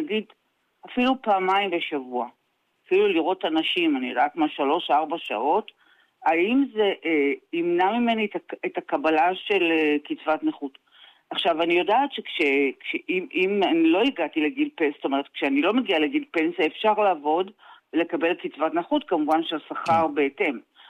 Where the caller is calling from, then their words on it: Central District, Israel; אני מהמרכז.